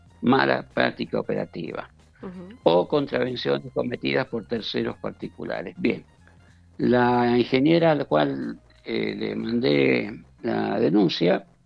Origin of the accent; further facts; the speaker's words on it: Godoy Cruz, Mendoza, Argentina; como yo soy de Godoy Cruz